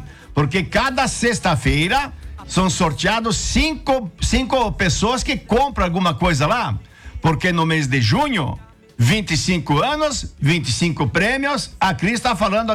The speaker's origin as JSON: {"language": "Portuguese", "town": "Lindóia do Sul", "region": "Santa Catarina", "country": "Brazil", "tie": "born or raised there", "said": "Lindóia do Sul, a minha terra natal."}